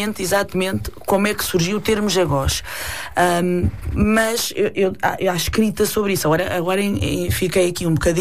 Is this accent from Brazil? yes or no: no; Ericeira, Lisbon, Portugal; moved away as an adult; now in Santo Isidoro, Portugal; Mas eu sou da Ericeira, mas estou a viver em Santo Isidoro. O meu pai era Jagós, a minha mãe Saloia de Santo Isidoro. Eu tive 28 anos a viver na Ericeira e agora estou em Santo Isidoro.